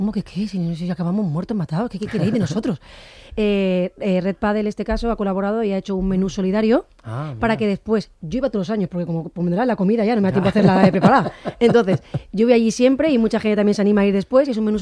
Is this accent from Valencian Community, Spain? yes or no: yes; Alicante, Valencian Community, Spain; yo soy alicantina